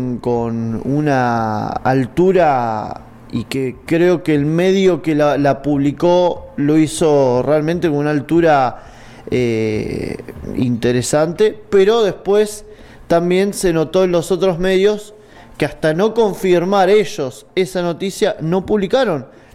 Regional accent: Argentina

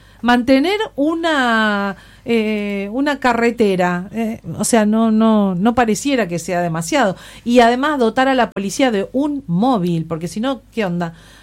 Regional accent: Santa Fe, Argentina; Y porque yo soy Santa Fe, soy santafesina.

